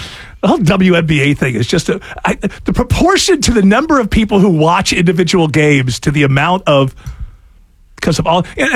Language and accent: English; United States; as an American